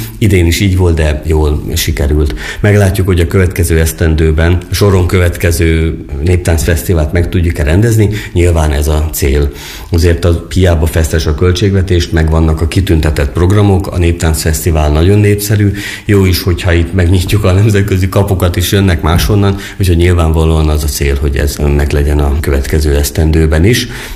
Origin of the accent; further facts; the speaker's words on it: Széphalom, Borsod-Abaúj-Zemplén, Hungary; ráadásul én Széphalomról jövök